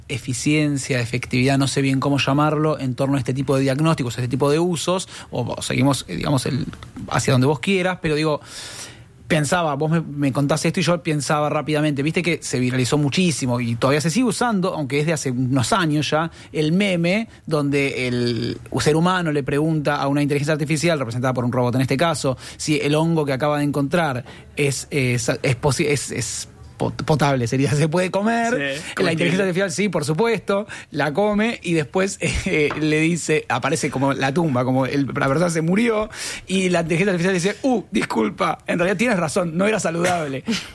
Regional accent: Argentina; now in Montevideo, Uruguay; no solo vivo en Montevideo, sino que además soy argentino.

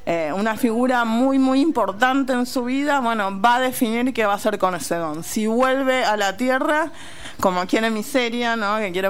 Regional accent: Argentina; yo nací en Argentina en 1978

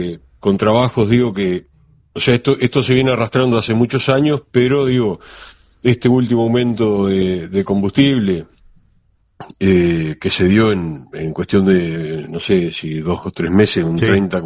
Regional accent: Nueva Palmira, Colonia, Uruguay; Yo soy de acá de Nueva Palmira, digo, en la zona del oeste de Colonia, el litoral

